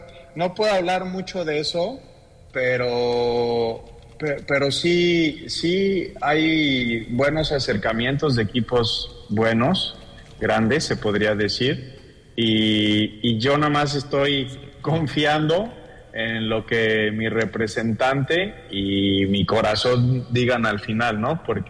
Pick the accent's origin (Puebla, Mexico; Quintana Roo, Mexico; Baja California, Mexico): Puebla, Mexico; Yo soy de Puebla, cerca de la capital, a dos horas.